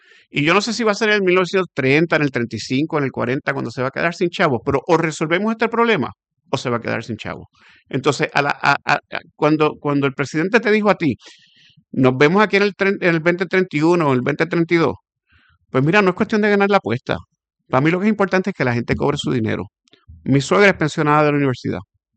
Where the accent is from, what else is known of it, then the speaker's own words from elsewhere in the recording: Puerto Rico; Yo soy un puertorriqueño, yo vivo en Puerto Rico, mis hijos viven aquí, van a la escuela aquí, y yo soy parte de la sociedad puertorriqueña, soy parte de las personas que nos levantamos a trabajar en Puerto Rico y pagamos contribuciones.